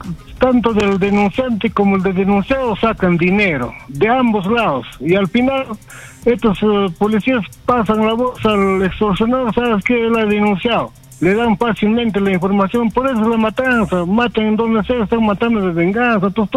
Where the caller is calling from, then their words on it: Lima, Peru; de Cercado.